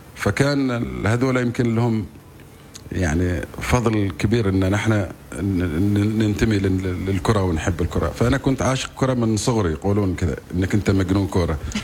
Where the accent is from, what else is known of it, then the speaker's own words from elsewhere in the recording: Salalah, Dhofar, Oman; فأنا من مواليد صلالة، عشت تربيت في عند خوالي، بيت عوض بن زايد النوبي، و ترعرعت أيضا في أسرة رياضية.